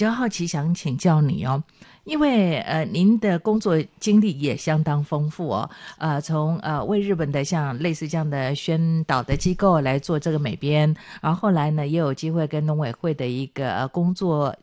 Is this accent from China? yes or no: no; Chiayi, Taiwan; 因为我是嘉义人，我住民雄哦，所以特别有地缘的关系。